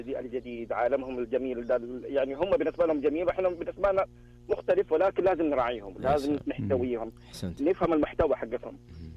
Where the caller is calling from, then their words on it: Dammam, Eastern Province, Saudi Arabia; إحنا متحمسين من الدمام